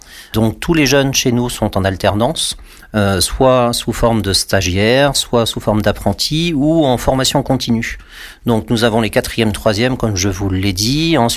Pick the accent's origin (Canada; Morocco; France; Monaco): France; Centre-Val de Loire; Un département, on va dire, très vert, joli, et puis qui change de mon pays d'origine, ou mon département d'origine, qui est le 37, l'Indre-et-Loire.